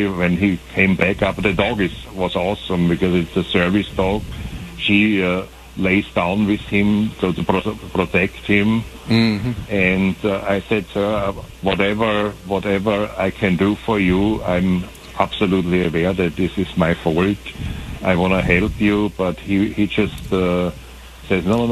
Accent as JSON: {"language": "English", "country": "Austria", "said": "I get a large inheritance from my mom, two houses in Austria, my home country, and over here I get money"}